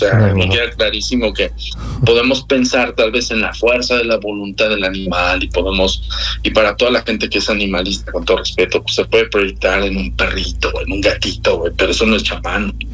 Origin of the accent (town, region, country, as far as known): Mexico